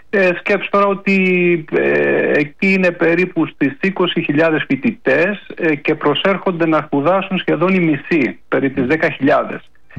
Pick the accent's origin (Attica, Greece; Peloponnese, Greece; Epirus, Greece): Peloponnese, Greece; Kalamata; Εμείς, Δημήτρη, εγώ δεν σε παίρνω από την Αθήνα, είμαι από την Καλαμάτα.